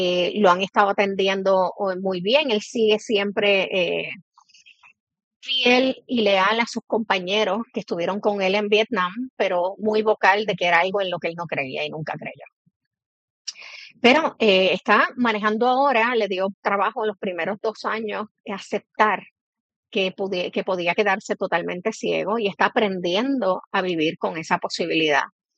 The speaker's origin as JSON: {"language": "Spanish", "town": "Mayagüez", "country": "Puerto Rico", "tie": "born or raised there", "said": "Y una, por supuesto, en Mayagüez, que es mi pueblo natal."}